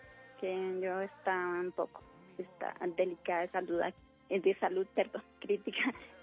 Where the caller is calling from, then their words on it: Bogotá, Colombia; De aquí, Bogotá.